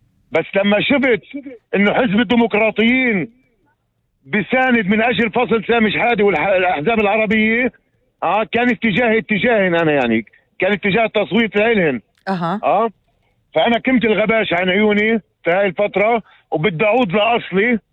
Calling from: Israel

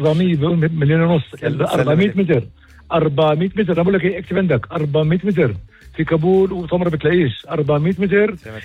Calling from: Tamra, Northern District, Israel

